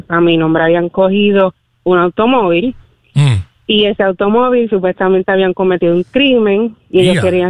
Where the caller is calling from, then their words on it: Puerto Rico; yo vivo en Puerto Rico.